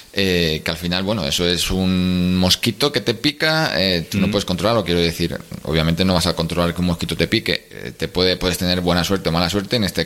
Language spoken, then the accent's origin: Spanish; Spain; como español tenemos 90 días